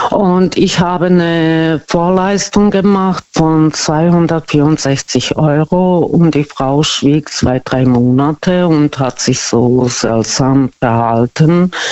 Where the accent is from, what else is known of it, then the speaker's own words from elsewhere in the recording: Karlsruhe, Baden-Württemberg, Germany; Ich komme aus Karlsruhe